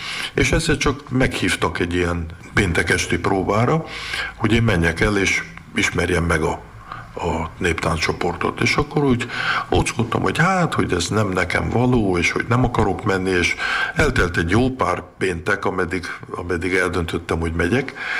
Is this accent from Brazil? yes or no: yes; São Paulo, Brazil; born or raised there; now in Hungary